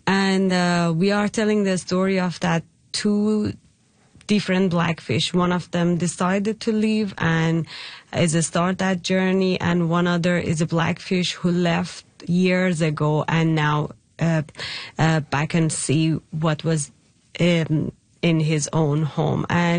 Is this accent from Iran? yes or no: yes; Iran; English is a second language; moved away; And I'm from Iran